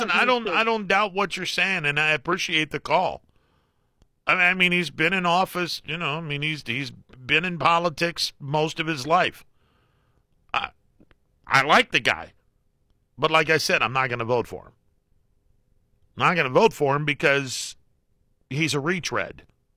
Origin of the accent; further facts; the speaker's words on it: Youngstown, Ohio, United States; I grew up in the Youngstown area.